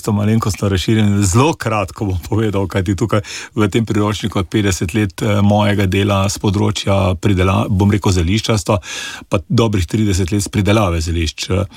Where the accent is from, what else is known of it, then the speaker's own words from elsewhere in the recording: Celje, Savinja, Slovenia; Jaz sem blokovski otrok, jaz sem doma iz Celja